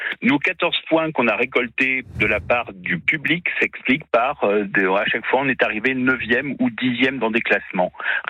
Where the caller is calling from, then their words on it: Lille, Hauts-de-France, France; J'habite à Lille.